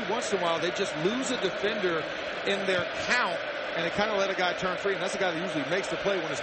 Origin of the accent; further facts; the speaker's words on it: Orlando, Florida, United States; Yeah, no, it was more pulling citrus off of trees than pulling things out